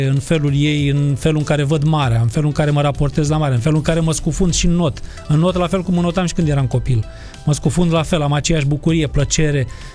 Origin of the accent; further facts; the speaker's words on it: Constanța, Constanța County, Romania